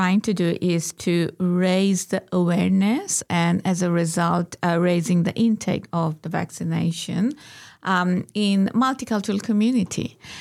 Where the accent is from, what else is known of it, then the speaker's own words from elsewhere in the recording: Bangladesh; moved away; Oh, yeah, of course. I came from Bangladesh.